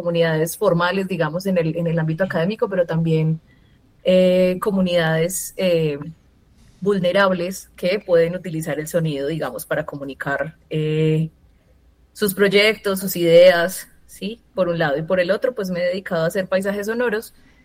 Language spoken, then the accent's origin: Spanish; Pereira, Risaralda, Colombia; now in Manizales, Colombia; yo soy pereirana, mi familia vivía en Pereira, es como mi núcleo central